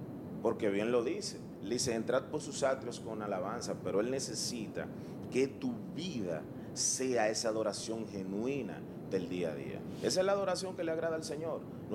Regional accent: Dominican Republic

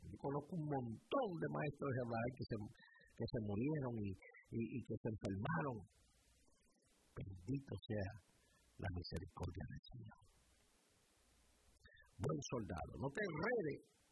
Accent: Caguas, Puerto Rico; now in Bronx, United States; Yo voy para Cagua, yo soy de Cagua. … from the Bronx, but … from Cagua.

